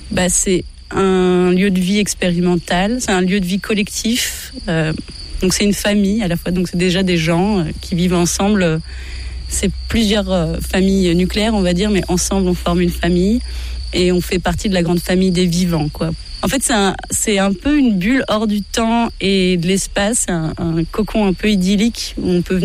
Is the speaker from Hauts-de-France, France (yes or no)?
no; Paris, Île-de-France, France; moved away; à la base, je suis parisienne